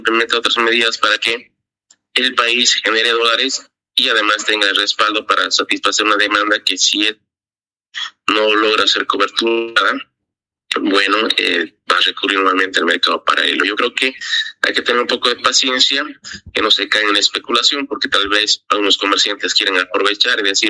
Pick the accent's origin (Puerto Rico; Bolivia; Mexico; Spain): Bolivia